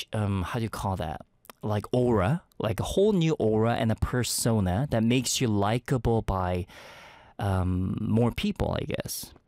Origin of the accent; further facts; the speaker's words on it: Seoul, South Korea; you might be placed in Ulsan or something, very far away from my hometown, which is Seoul right now.